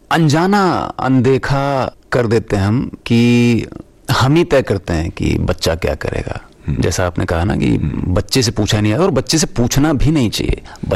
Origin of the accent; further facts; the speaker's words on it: Delhi, India; मैं दिल्ली में पैदा हुआ, पला बड़ा वहीं पे